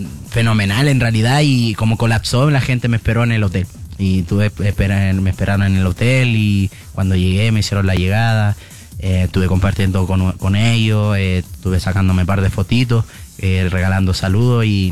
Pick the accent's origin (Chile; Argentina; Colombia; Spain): Chile; aquí yo tengo 20 años. Bueno, ya saben que soy de Chile